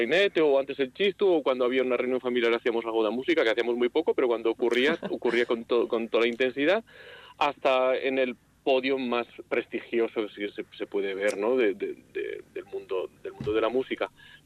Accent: Vitoria, Basque Country, Spain; somos una familia de Zaramaga y que hemos crecido en Vitoria

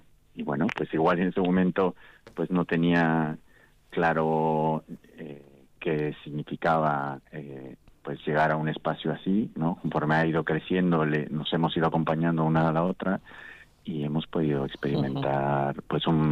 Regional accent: Mexico; now in Vitoria, Spain; Yo llegué de México, yo soy originario de México

